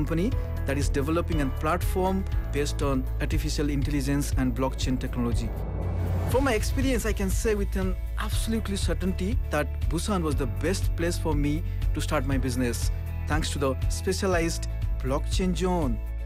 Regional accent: India; English is a second language; moved away as an adult; now in Korea; from India. Ever since I was a young boy in India, I have been surrounded by different Korean products.

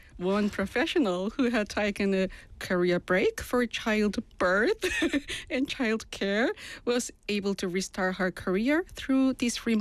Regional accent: Busan, South Korea; back in here, back in my hometown.

